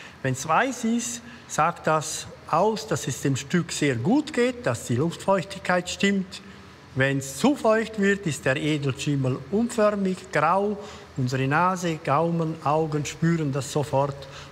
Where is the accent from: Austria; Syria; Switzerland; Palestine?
Switzerland; Zernez, Graubünden; Ich bin ja aufgewachsen in Zernetz, in der Metzgerei von meinem Vater.